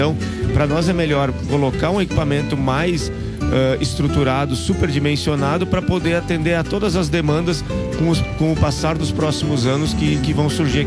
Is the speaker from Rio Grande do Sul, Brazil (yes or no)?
yes; Rio Grande do Sul, Brazil; nós somos daqui, eu não digo de Lajado, nós somos do Vale do Taquari.